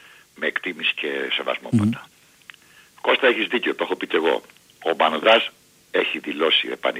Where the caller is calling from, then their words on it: Peristeri, Attica, Greece; από το Περιστέρι.